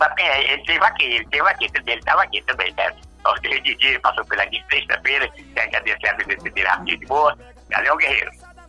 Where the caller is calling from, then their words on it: Pernambuco, Brazil; nós, todos nós somos do Pernambuco, daquela região